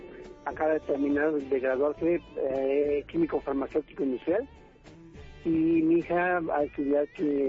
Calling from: Naucalpan, State of Mexico, Mexico; En Naucalpan.

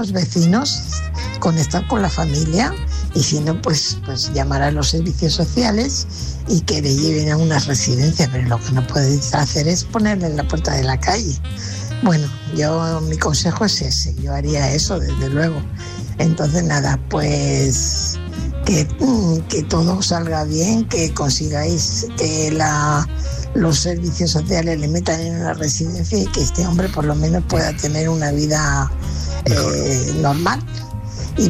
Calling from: Fuenlabrada, Community of Madrid, Spain; corresponsal de Fuenlabrada.

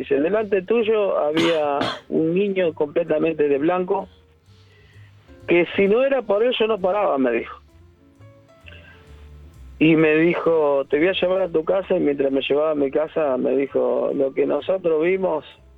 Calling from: Guernica, Buenos Aires Province, Argentina; Tengo 56 años. Hace unos 25 años, yo soy de Guernica.

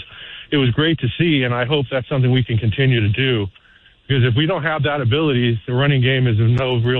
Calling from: Orange County, California, United States; from Orange County.

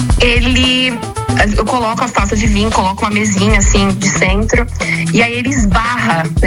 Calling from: São Paulo, Brazil; eu sou de São Paulo

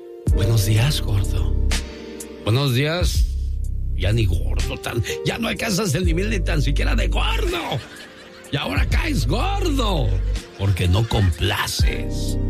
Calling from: Huehuetenango, Guatemala; also born or lived in Douglas, Georgia, United States; Saludándote desde Guatemala, Cuicuilco, Huehuetenango, Huehuetenango. Yo antes te escuchaba en Douglas, Georgia. Allá viví toda mi niñez.

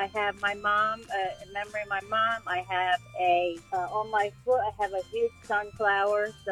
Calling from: Mays Landing, New Jersey, United States; I am in Mays Landing.

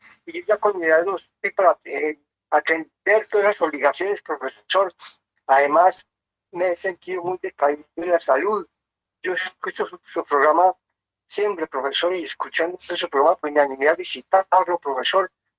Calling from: Sibaté, Cundinamarca, Colombia; De Cibaté

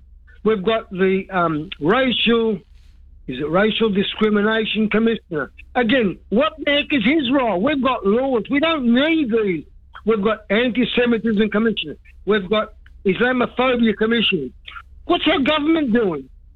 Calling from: Australia

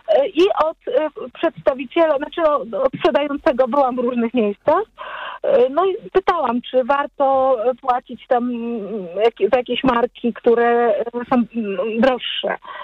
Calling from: Lesser Poland, Poland; ja mieszkam pod Krakowem

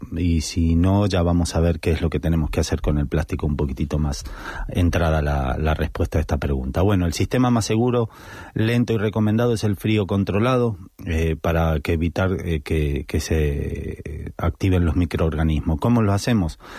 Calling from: Linares, Andalusia, Spain; Hola Guillermo … de Linares.

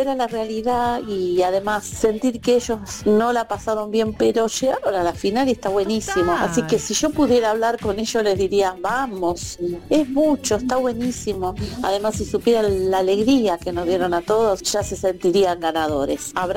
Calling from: Claypole, Buenos Aires Province, Argentina; Hola, Radio Digna, y … de Claypole.

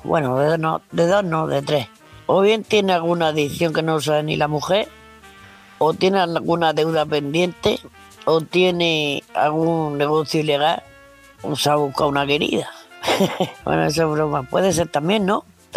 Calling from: Murcia, Region of Murcia, Spain; de Murcia

